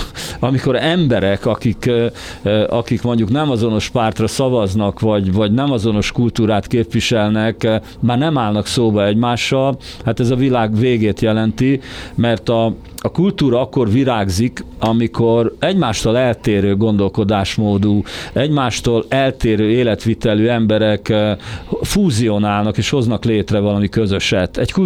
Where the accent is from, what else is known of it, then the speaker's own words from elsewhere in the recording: Hungary; born there; magyarnak születtem, Magyarországra születtem. Én hazajöttem ide.